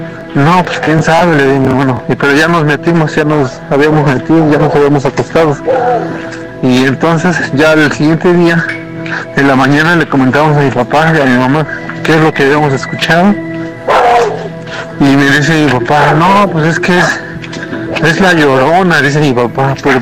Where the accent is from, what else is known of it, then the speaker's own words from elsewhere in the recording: Pachuca, Hidalgo, Mexico; soy de Pachuca Hidalgo